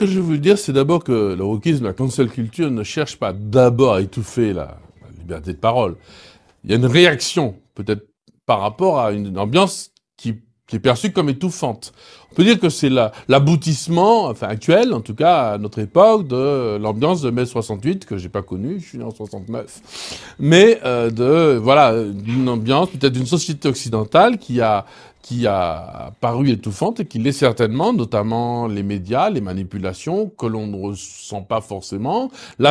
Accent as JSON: {"language": "French", "region": "French Antilles", "country": "France", "said": "comme on dit chez nous aux Antilles"}